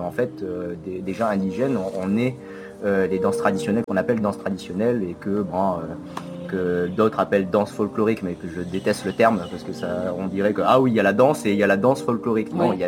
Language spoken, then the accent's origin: French; New Caledonia; je suis vietnamien de culture calédonienne, de culture kanak, parce que j'ai vécu ici, j'ai grandi ici.